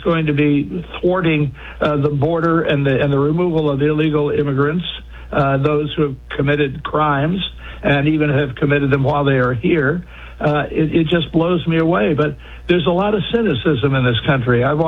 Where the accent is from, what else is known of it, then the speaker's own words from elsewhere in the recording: Washington, District of Columbia, United States; I was born in Washington. I grew up there, went to school there, and spent most of my life in Washington, the Washington area.